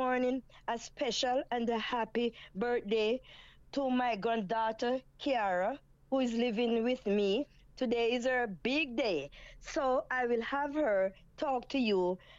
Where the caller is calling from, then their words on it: Peckham, Clarendon Parish, Jamaica; I'm calling from Peckham in Clarendon.